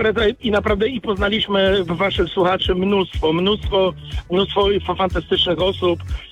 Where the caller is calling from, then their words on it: Kalisz, Greater Poland Voivodeship, Poland; z Kalisza.